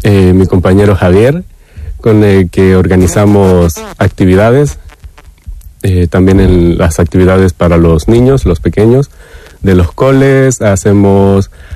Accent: Venezuela; moved away as an adult; now in Spain; Había dado clases de arte en Venezuela, vengo de Venezuela

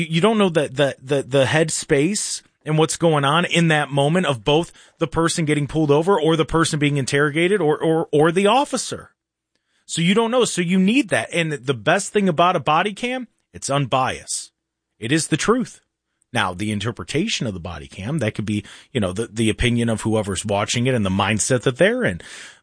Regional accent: Lodi, Ohio, United States; growing up in Lodi

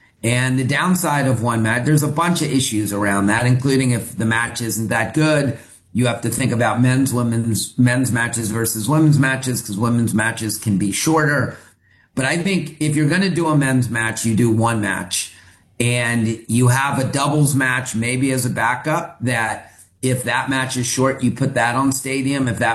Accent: Maryland, United States; born or raised there

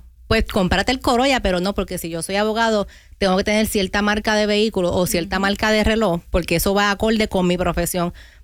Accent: Puerto Rico; Ya que soy boricua, vamos a hablar de la isla, porque es un lugar pequeño

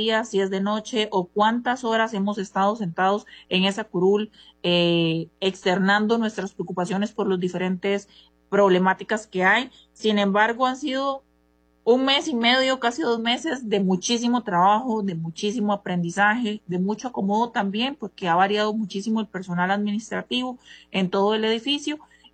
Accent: San Mateo, Alajuela, Costa Rica; Soy de San Mateo.

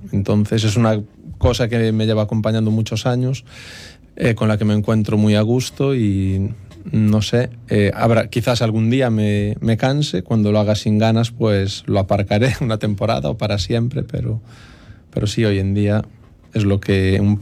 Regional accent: Verín, Galicia, Spain; Soy de Verín, Verín Centro, pero bueno, mi familia son de Monterrey y de Cualedro, y sí que, bueno, Verín está circundado de rural, con lo cual sí también me considero del ru

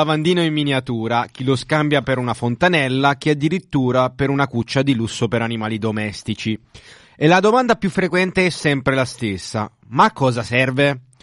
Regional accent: Naples, Campania, Italy; sono napoletano.

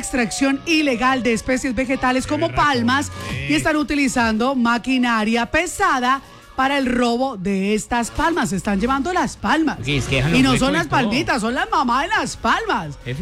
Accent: Colombia; Somos de Colombia.

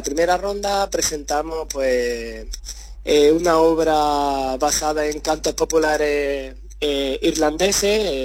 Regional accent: Jaén, Andalusia, Spain; y J. Oboe y yo, pues sí, somos de Jaén Capital.

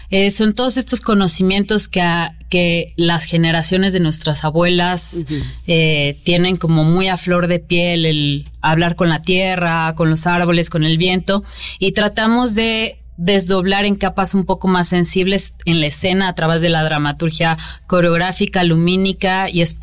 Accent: Mexico; pues que ya per se es implícito porque somos mexicanos todos

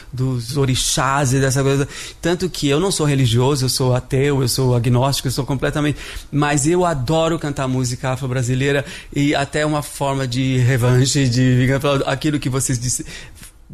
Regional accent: Santo André, São Paulo, Brazil; born there; now in São Paulo, Brazil; Eu nasci em Santo André.

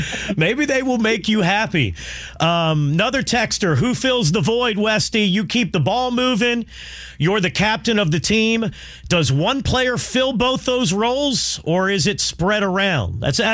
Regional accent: United States; as an American

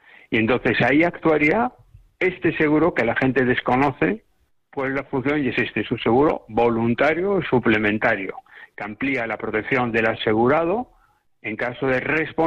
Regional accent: Spain; que todos somos españoles.

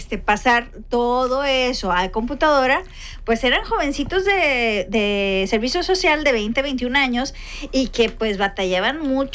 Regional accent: Agualeguas, Nuevo León, Mexico

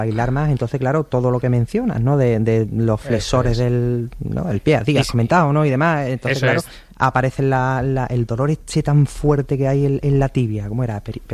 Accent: Spain; somos españoles y como españoles que somos decimos, venga, vamos

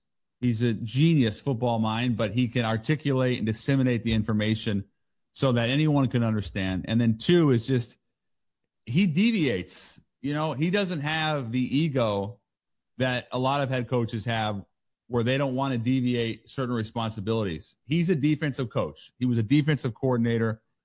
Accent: Seattle, Washington, United States; I'm from Seattle, so I'm a little biased mm-hmm. about what the Seahawks mean to the league.

